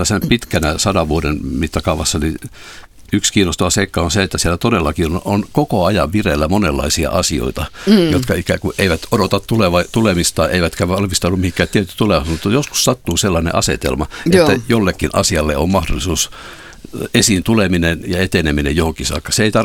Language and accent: Finnish; Mikkeli, South Savo, Finland; Kasvoin Mikkelissä, joka oli varuskuntakaupunki